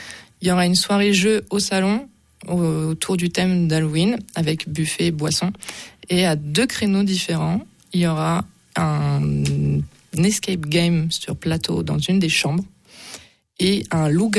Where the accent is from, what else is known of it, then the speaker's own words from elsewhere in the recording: Agde, Occitanie, France; now in Lacaune, France; On vient du Cap d'Agde avec mon mari, mon futur